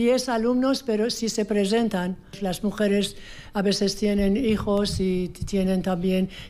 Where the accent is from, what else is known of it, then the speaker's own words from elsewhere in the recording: Iran; accent: Persian; Spanish is a second language; now in Spain; Bueno, mi acento es de Persia. Soy de Persia, de origen.